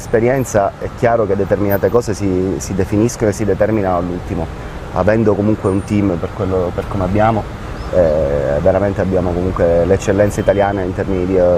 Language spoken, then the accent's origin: Italian; Palermo, Sicily, Italy